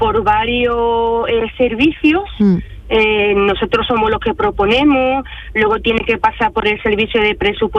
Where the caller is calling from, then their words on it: Seville, Andalusia, Spain; ahora mismo voy por la excedente camino a Cartuja, aquí en Sevilla capital.